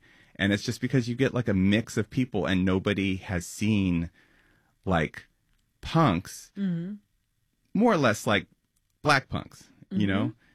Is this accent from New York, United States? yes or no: yes; New York City, New York, United States; I mean, I grew up on West 4th and Charles just down the street. Washington Square Park immediately became my like everyday hangout.